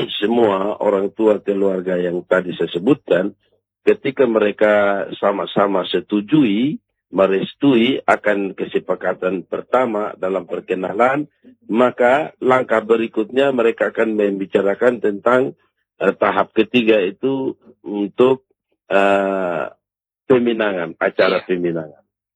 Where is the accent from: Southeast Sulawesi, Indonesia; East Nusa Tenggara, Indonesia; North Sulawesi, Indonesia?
East Nusa Tenggara, Indonesia; Amarasi; Ini memang secara adat istiadat kami, orang Timur khusus Amarasi, memiliki adat istiadat proses perkawinan secara sendiri-sendiri